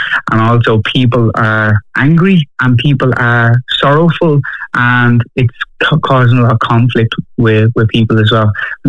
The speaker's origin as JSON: {"language": "English", "town": "Dublin", "region": "Leinster", "country": "Ireland", "tie": "born or raised there", "said": "Yeah, so I grew up in Fatima Mansions, and like growing up in the 90s"}